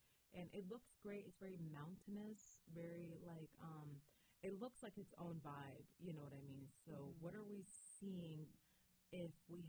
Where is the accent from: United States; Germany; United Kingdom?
Germany; moved away; I'm originally from Germany.